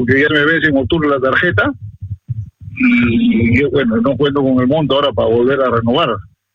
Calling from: Madrid, Community of Madrid, Spain; Buenos días … soy de Madrid.

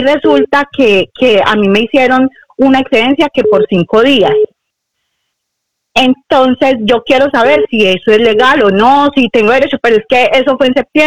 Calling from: Parla, Community of Madrid, Spain; de Parla.

